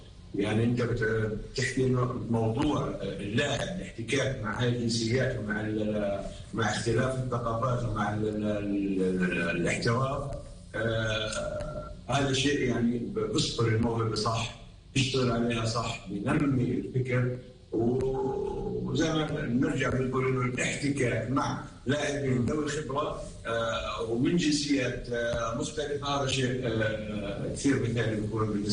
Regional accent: Palestine; الاوضاع الداخليه عندنا في البلد

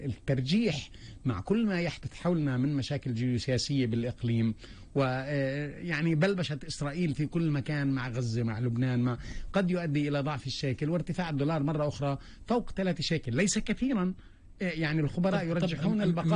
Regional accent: Palestine; نحن كفلسطينيين يوجد عندنا

